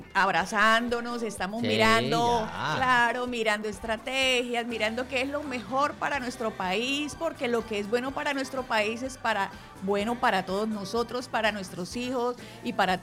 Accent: Santander, Colombia; una mujer que es cucuteña, como las santandereanas, que somos

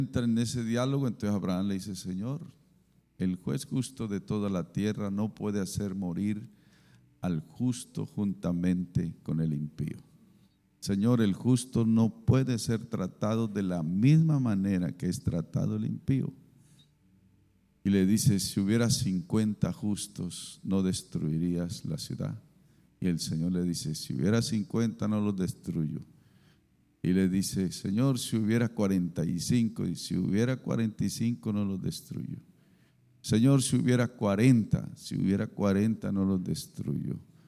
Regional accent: Colombia; Vamos a ejercer nuestro derecho como colombianos

